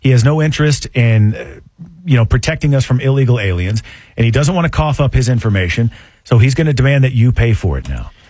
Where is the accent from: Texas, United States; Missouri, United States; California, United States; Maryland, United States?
Texas, United States; Travis County; moved away as an adult; I grew up in Travis County. I can't even live there anymore